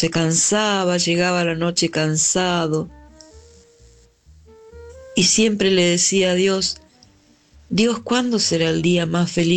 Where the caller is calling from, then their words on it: Santa Fe, Argentina; Hola, Oscar Choy, buenas noches. … de Santa Fe.